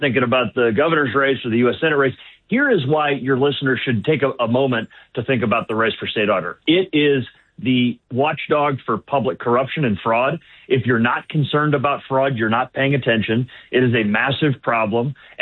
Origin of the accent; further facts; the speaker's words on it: Ohio, United States; moved away; just a few miles away from where I grew up in Copley Township.